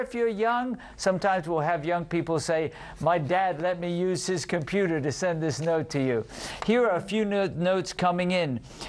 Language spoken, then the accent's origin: English; Harare, Zimbabwe; I am from Harare, Zimbabwe